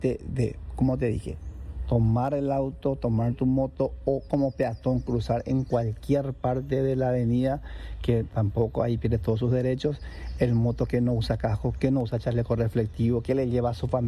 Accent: Paraguay; sabemos, como paraguayo, ¿verdad?, que se recuerda. Más de 2 millones de paraguayos que van a Cacupé

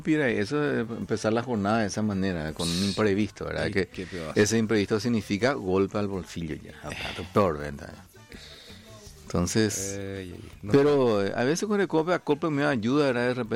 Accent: Paraguay; Soy paraguayo y ¿qué?

